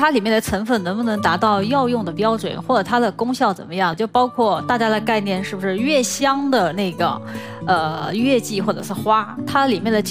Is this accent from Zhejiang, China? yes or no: no; Yunnan, China